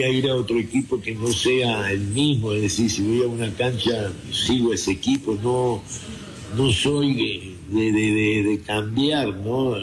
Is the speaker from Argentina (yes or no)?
yes; Argentina; accent: Argentine; muchas veces a mí me dicen, seguís hablando como argentino